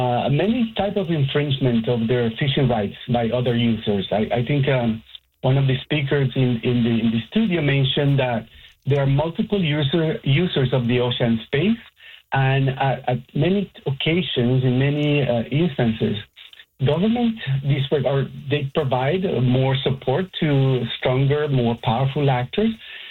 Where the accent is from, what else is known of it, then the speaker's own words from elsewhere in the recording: Caribbean region, Nicaragua; I'm myself Nicaraguan, but I'm from the Caribbean region of the country.